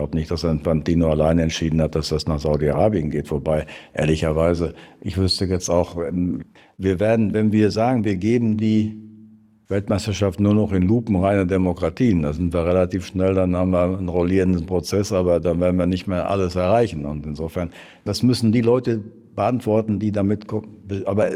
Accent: Germany; Da müssen wir als Deutsche jetzt uns auch nicht zu lange drüber unterhalten.

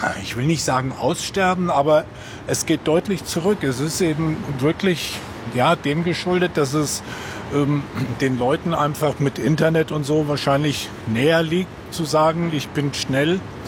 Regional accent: Eschwege, Hesse, Germany; moved away as an adult; also born or lived in Frankfurt; now in Central Hesse, Germany; Ich bin gekommen in 1981. Ich komme eigentlich aus Nordhessen, aus Eschwege, ist eine schöne Fachwerkstatt und da bin ich groß geworden.

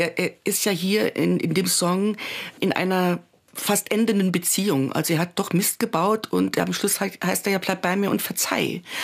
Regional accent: Nohfelden, Saarland, Germany; also born or lived in Saarbrücken; wir sind also hier in Saarbrücken geboren. Die jüngste Schwester, da waren wir schon da, wo ich dann letztendlich aufgewachsen bin. Und das ist ein kleiner Ort in der Gemeinde Nohfelden. Da bin ich aufgewachsen und da bin ich geblieben bis heute. Und da werde ich auch bleiben.

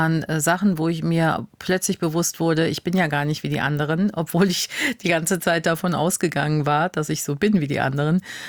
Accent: Unkel, Rhineland-Palatinate, Germany; Das ist bei uns in Unkel Scheuren, wo ich aufgewachsen bin, der Döppekuchen gewesen.

